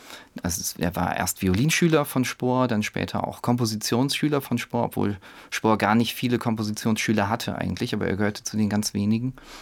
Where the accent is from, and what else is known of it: Fulda, Hesse, Germany